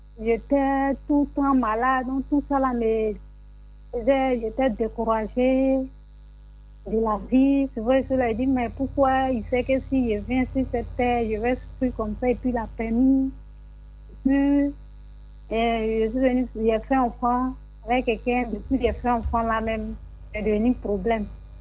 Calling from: Abidjan, Côte d’Ivoire; De Tissou à Cocody.

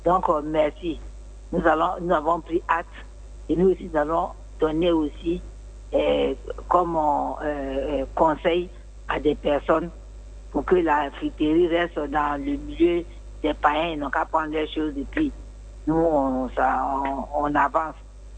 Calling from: Grand-Bassam, Sud-Comoé, Côte d’Ivoire; chez moi, à Bassam

